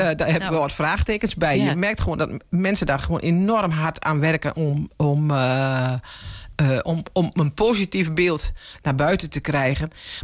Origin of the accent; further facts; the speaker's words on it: Gelderland, Netherlands; moved away; Ten meer ook omdat ik hier van oorsprong niet vandaan kom. Ik kom van oorsprong uit de Achterhoek.